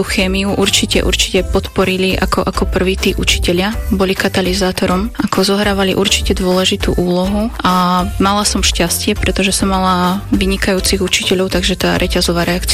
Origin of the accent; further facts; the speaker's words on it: Beňuš, Banská Bystrica Region, Slovakia; pochádzam z malebnej horehronskej dedinky Beňuš, ktorá sa nachádza medzi Nízkymi Tatrami a Fabovou Hoľou a táto dedinka sa spája aj s našimi folklórnymi tradíciami.